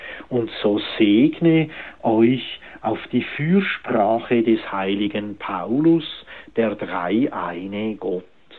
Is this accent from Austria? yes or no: no; Switzerland; wir Schweizer ja sozusagen auch die Heiden, wir sind ja nicht Juden gewesen, sondern außerhalb des Judentums aufgewachsen